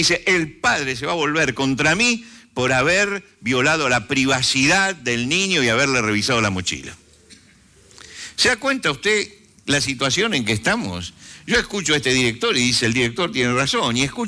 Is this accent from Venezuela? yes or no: no; Argentina